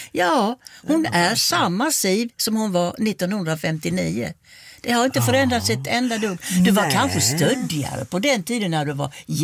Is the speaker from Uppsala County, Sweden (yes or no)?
no; Kristianstad, Skåne, Sweden; Men jag började när jag var 6 hemma i Kristianstad.